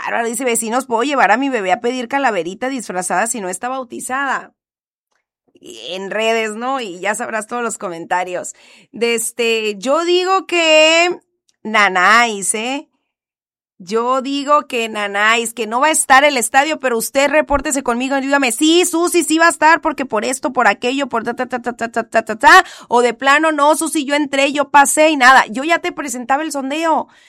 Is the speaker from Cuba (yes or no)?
no; Mexico; como buena mexicana batallando con el espacio